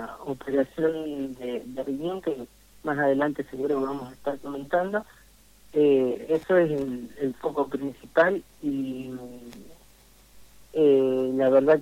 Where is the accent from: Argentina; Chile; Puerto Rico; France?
Argentina; Moreno, Buenos Aires Province; now in Mar del Plata, Argentina; yo en realidad soy oriundo de Moreno, nada más que el conurbano bonaerense. Y allá es un poco más complicado todo, digamos. es mucho más precario, digamos, desde las casas.